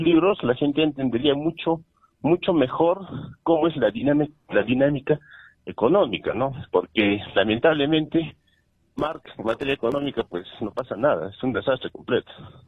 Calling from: Juliaca, Puno, Peru; de Juliaca.

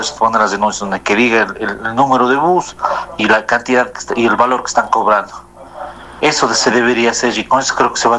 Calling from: Cuenca, Azuay, Ecuador; Yo soy de Cuenca, pero tengo un negocio ahí y todos los días estoy en Gualaceo.

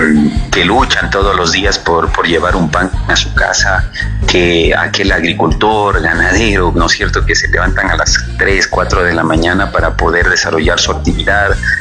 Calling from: Ecuador; como ecuatorianos unidos

